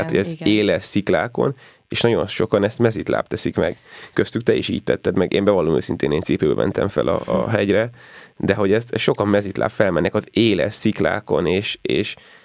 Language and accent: Hungarian; Hungary; magyarok vagyunk, én is magyar vagyok